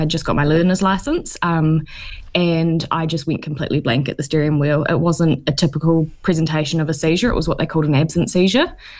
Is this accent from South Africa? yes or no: no; Canterbury, New Zealand; born or raised there